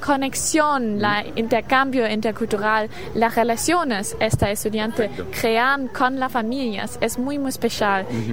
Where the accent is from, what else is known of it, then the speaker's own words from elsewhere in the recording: Heidelberg, Baden-Württemberg, Germany; Spanish is a second language; moved away as an adult; now in Uruguay; Soy de Alemania del Sur, de una ciudad que se llama Heidelberg. Es cerca una hora sur de Frankfurt.